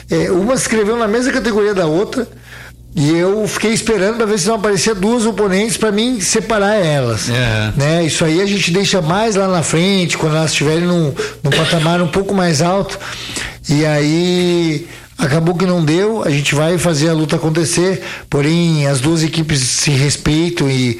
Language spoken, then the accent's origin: Portuguese; Pelotas, Rio Grande do Sul, Brazil; also born or lived in Caxias do Sul; now in Nova Prata, Brazil; particularmente, sou de Pelotas, morei muitos anos em Caxias, estou em Nova Prata há um ano.